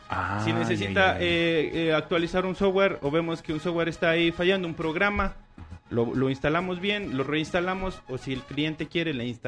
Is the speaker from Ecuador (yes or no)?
yes; San Gabriel, Carchi, Ecuador; De San Gabriel, San Gabrieleño de corazón, ….